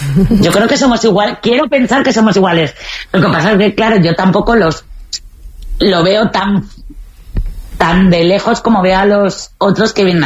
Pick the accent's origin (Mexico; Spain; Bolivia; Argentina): Spain